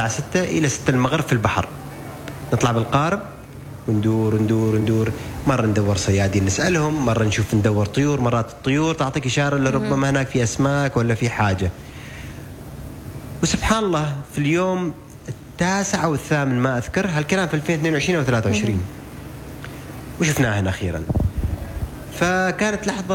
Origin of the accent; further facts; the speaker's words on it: Oman; فنحن مصورين عمانيين، صناع أفلام عمانيين، صناع محتوى عمانيين